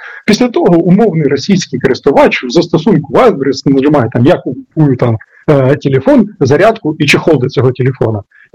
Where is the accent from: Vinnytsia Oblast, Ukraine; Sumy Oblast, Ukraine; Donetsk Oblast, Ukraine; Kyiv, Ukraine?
Sumy Oblast, Ukraine; моя рідна Сумщина